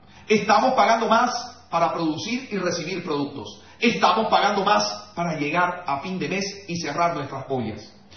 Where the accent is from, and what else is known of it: Bolivia